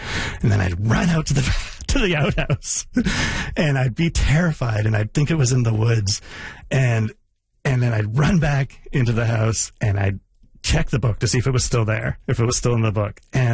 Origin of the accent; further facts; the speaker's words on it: Canada; also born or lived in San Francisco, United States; I was born in San Francisco. My parents moved to Canada when I was a baby.